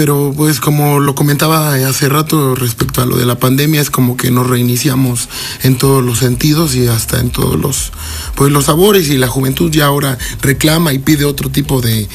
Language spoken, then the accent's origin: Spanish; Teziutlán, Puebla, Mexico; aunque traemos la sangre de Teciutlán, Puebla, porque somos originarios de Teciutlán, Puebla, pero siento que somos poblanos de corazón.